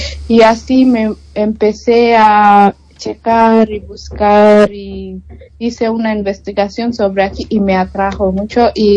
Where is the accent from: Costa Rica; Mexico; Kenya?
Kenya; Eldoret, Uasin Gishu County; Spanish is a second language; now in Galicia, Spain; venimos de este lugar que se llama El Doret, la ciudad.